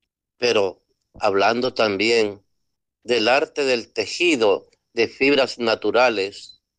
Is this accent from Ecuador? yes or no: yes; Manabí, Ecuador; En mi tierra bolivarense